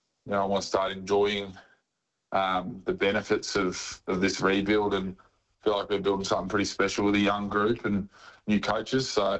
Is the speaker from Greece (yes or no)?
no; Melbourne, Victoria, Australia; I'm obviously from Melbourne, so the go-home factor was a little bit there